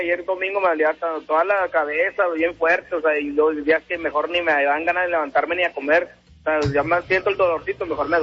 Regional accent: Nuevo León, Mexico; Yo soy de acá, de la Fomerrey 116, Epi.

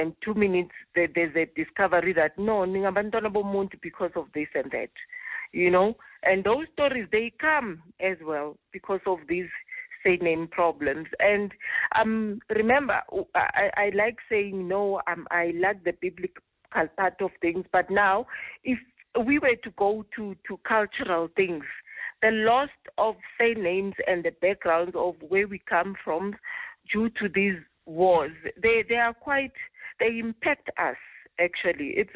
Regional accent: Eswatini; when you hear somebody says, Ngwakangwane, and I'm from Swaziland

